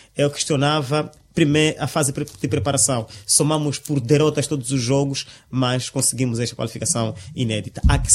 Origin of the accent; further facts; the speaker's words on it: Mozambique; nós que somos os moçambicanos